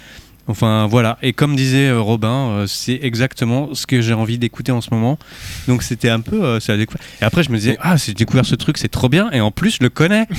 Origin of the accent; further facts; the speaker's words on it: Rennes, Brittany, France; en tant que Rennais